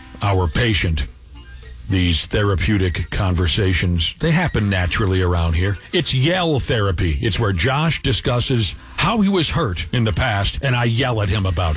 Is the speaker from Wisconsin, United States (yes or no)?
no; Minnesota, United States; So you Minneapolis kids drove into my hometown.